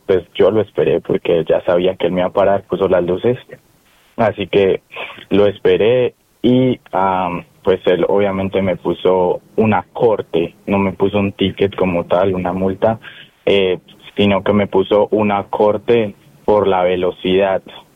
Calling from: North Carolina, United States; él sabe que soy de Carolina del Norte.

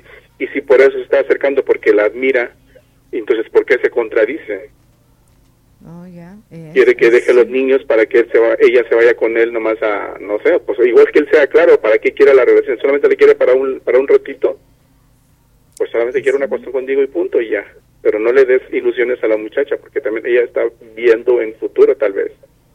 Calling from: Mexico; Como todo un mexicano

